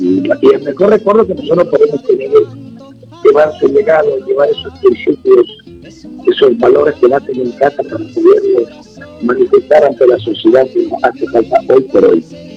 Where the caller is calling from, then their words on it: Esmeraldas, Ecuador; mi tierra, de Esmeralda, de mi poder querido